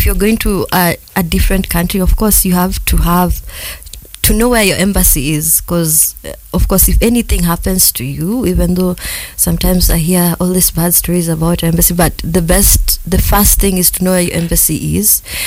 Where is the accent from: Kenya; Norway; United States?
Kenya; as a Kenyan and as a black person traveling.